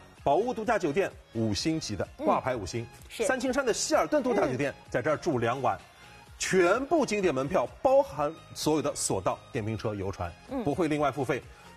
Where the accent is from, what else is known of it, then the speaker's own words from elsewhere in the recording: China; 作为一个中国人啊，我们中国的传统文化这是其中之一，一定要去了解一下。